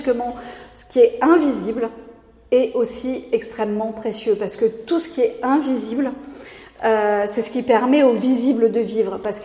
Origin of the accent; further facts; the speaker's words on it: Bayeux, Normandy, France; Mais presque, puisque j'ai grandi à Bayeux.